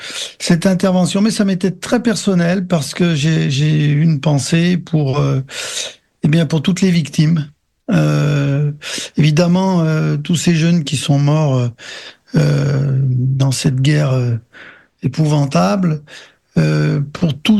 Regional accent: France; je vous dis ce que je ressens en tant que Français engagé aux côtés de l'Arménie.

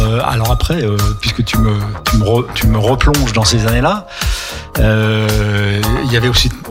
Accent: Lyon, Auvergne-Rhône-Alpes, France; je suis lyonnais, moi, hein, donc j'habitais à Lyon

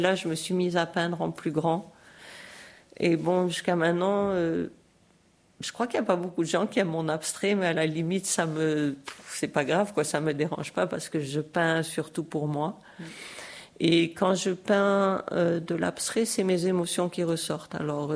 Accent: Morocco; moved away; J'ai grandi au Maroc

